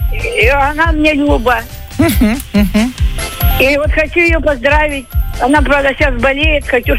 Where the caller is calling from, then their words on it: Simferopol, Crimea, Ukraine; Симферополя.